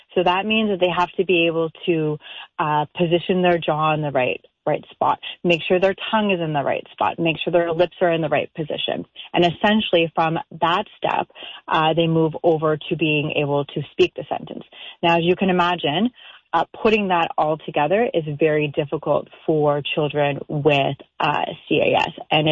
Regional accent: United Kingdom; so I'm English, and if I go to speak French, I'm constantly having to process before I speak in French.

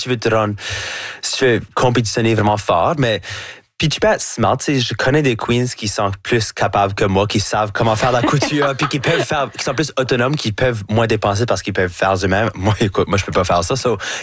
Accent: Canada; Aussitôt que je dis que je suis French Canadian, automatiquement on peut assumer que je suis québécois parce que les gens savent pas c'est quoi l'Acadie.

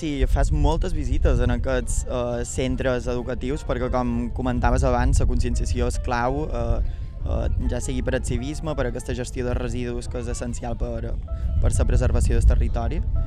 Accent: Balearic Islands, Spain

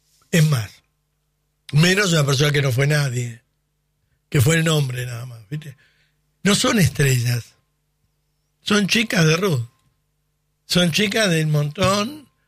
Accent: Argentina; Pero hablo como argentino.

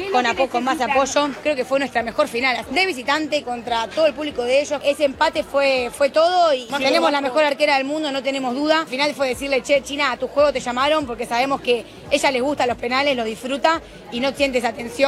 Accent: Argentina; Muy emocionada, que sabemos que somos como argentinas, todo cuesta un poquito más

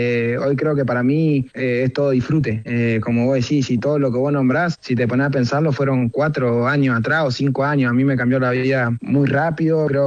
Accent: Carmen de Patagones, Buenos Aires Province, Argentina; now in Buenos Aires, Argentina; Yo soy de Carmen de Patagones, sí, ahora estoy en Buenos Aires.

